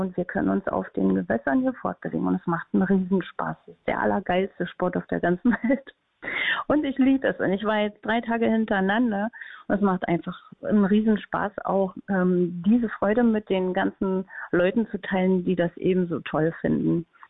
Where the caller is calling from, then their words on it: Berlin, Germany; ich rufe aus Friedrichshagen an, vom schönen Müggelsee